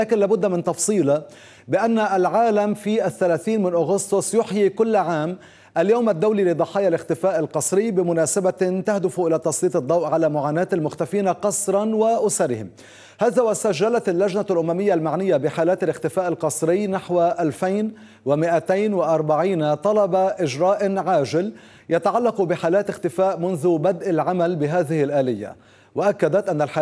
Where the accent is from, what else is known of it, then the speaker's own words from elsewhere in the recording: Syria; كسوريين أتحدث.